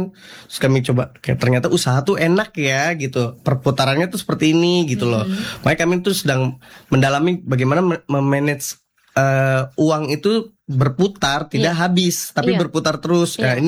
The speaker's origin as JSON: {"language": "Indonesian", "region": "Jakarta", "country": "Indonesia", "tie": "born or raised there", "moved": "yes", "lives_now": "Kupang, Indonesia", "said": "Kebetulan saya asli dari Jakarta"}